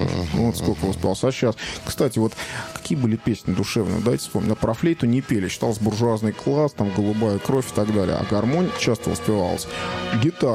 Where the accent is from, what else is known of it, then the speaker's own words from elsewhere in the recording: Russia; я русский